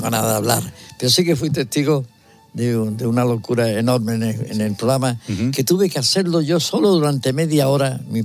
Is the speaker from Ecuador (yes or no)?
no; Granada, Andalusia, Spain; accent: Andalusian; es el tono con el que vamos andaluces. Cosa que yo ya lo he perdido, cosa que no me agrada porque yo... Soy granadino, es español y europeo.